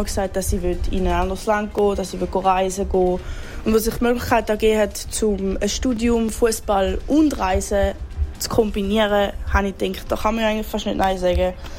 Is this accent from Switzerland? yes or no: yes; Switzerland; moved away as an adult; also born or lived in St. Gallen; Ich bin in Dübach aufgewachsen, bin auch in Hermetin in Schule.